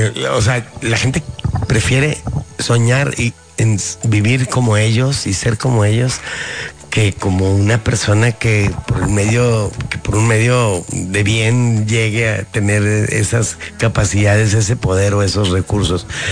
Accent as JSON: {"language": "Spanish", "country": "Mexico"}